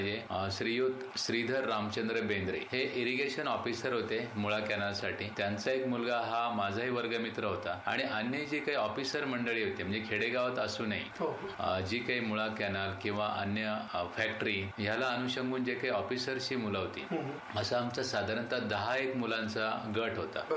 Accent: Kasar Pimpalgaon, Maharashtra, India; born or raised there; also born or lived in Varur Shevgaon / Ahmednagar

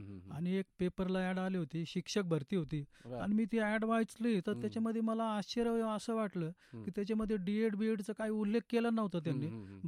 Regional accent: Ahmednagar district, Maharashtra, India; माझा जिल्हा नगरचा आहे

